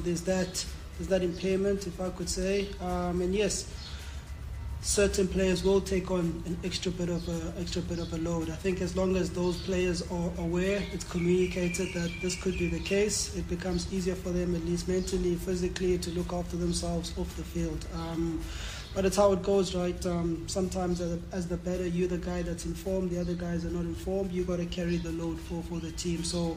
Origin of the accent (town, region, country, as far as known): South Africa